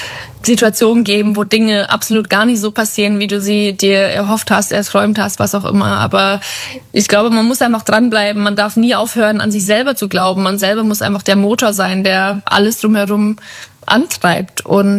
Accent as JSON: {"language": "German", "region": "Bavaria", "country": "Germany", "tie": "born or raised there", "said": "dann ist für mich der beste Ort, um die Batterien wieder aufzuladen, definitiv Bayern. Mein Heimatort, wo ich aufgewachsen bin, das Haus meiner Eltern"}